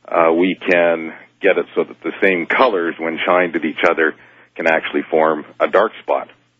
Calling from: Calgary, Alberta, Canada; I'm in Calgary, Alberta.

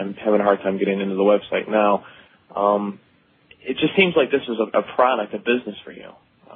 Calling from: East Coast, United States; I work for a government agency here on the East Coast.

